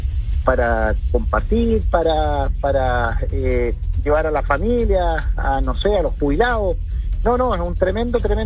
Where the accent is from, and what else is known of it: Chile